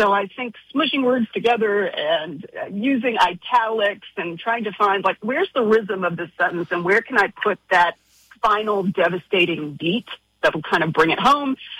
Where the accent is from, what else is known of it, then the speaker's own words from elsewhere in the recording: Kentucky, United States; moved away as an adult; now in Queens, New York, United States; I wrote Returns and Exchanges out of intense homesickness for Kentucky and for Lexington in particular. Lexington was my first big city.